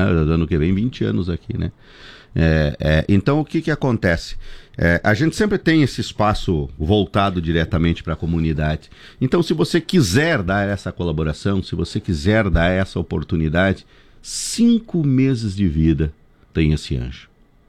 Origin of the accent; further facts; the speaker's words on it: Santa Catarina, Brazil; No Oeste, aqui no meio Oeste, é lá na minha terra.